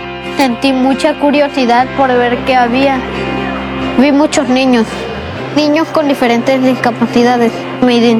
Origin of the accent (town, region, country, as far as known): Tijuana, Baja California, Mexico